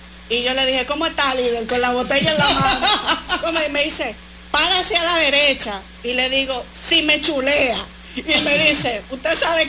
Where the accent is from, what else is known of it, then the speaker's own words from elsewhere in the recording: Puñal, Santiago, Dominican Republic; Yo soy de Santiago, del Puñal